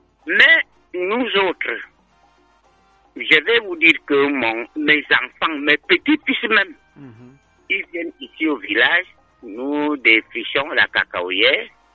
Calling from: Milaba, Centre, Cameroon; Je vous appelle de Milaba, arrondissement de Mangama.

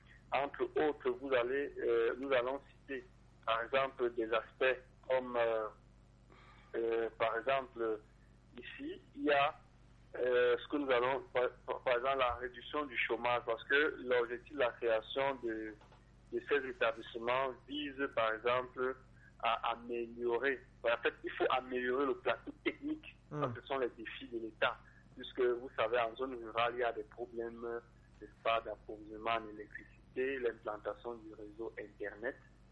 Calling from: Cameroon

